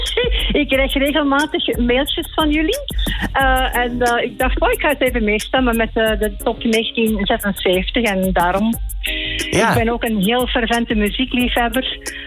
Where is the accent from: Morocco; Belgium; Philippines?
Belgium; Begijnendijk, Flanders; Nee, ik ben van Vlaams-Brabant in België.